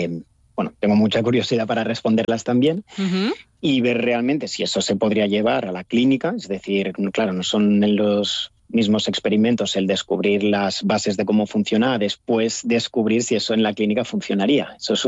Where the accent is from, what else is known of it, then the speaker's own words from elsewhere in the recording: Spain; moved away as an adult; now in Bonn, Germany; yo no soy el único español aquí en Bonn